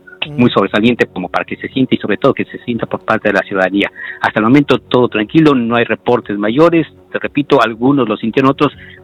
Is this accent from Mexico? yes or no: yes; Mexico City, Mexico; now in Cancún, Mexico; soy de la Ciudad de México y sinceramente 6 grados no es nada